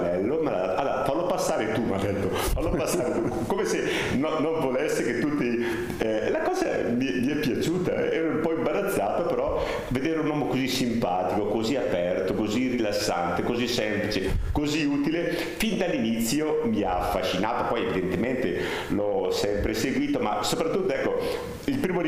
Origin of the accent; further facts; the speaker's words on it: Lombardy, Italy; alle varie Madonne che noi veneriamo proprio nella mia valle, ed è stato anche nel mio paese, dove c'è un antico santuario mariano